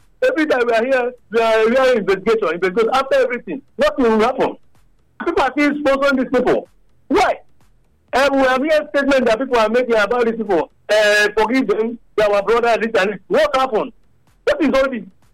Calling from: Nigeria; I'm from Okede.

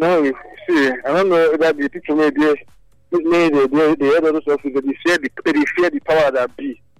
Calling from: Nigeria; I'm from the top of GRA.

